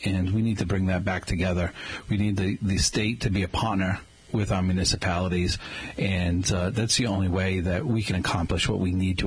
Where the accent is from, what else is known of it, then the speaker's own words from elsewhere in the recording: Somerset, Massachusetts, United States; I come from Somerset.